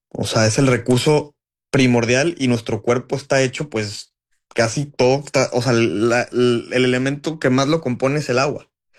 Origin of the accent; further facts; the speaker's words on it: Guadalajara, Jalisco, Mexico; Somos tapatíos.